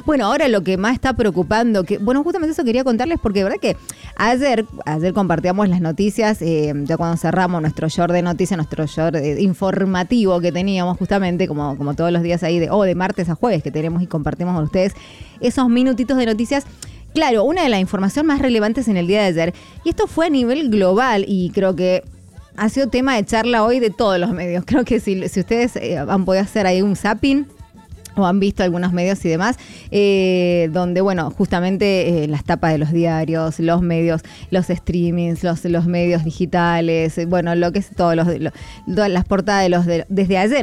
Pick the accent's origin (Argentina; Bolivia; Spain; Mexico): Argentina; nosotros como argentinos